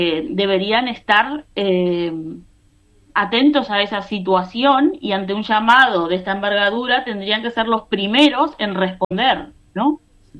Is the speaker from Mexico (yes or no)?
no; Uruguay; now in Spain; esto no lo digo yo como uruguaya